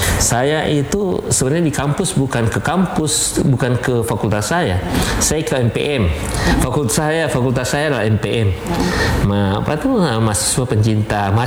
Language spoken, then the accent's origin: Indonesian; Duri, South Sulawesi, Indonesia; also born or lived in Pinrang; satu kampung, sama-sama orang Duri.